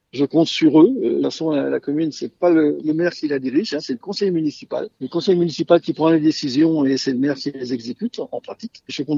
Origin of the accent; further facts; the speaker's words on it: Mont-Saint-Jean, France; born there; Moi, je suis né à Mont-Saint-Jean il y a 64 ans. J'ai fait une carrière un peu partout en France, voire au niveau international.